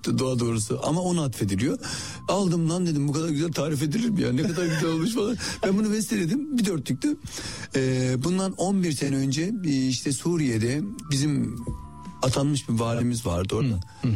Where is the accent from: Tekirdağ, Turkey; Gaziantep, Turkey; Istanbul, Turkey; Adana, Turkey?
Adana, Turkey; Fakir bir aile. Canım Adana'nın ben varoş mahallesinde işte gettosu, Koca Vezir denilen bir yerdir. Böyle orada yetiştim. Şimdi genelde Suriyeli, Afganların da olduğu bir yer. Yani öyle bir yerde yetiştim.